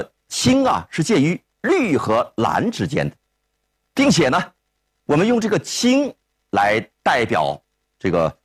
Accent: China; 我们中国人啊关于色彩概念中最麻烦的一种颜色

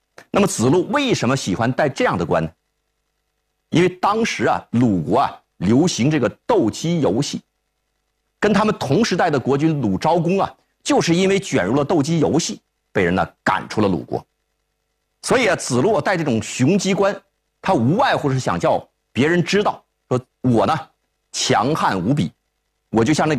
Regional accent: China

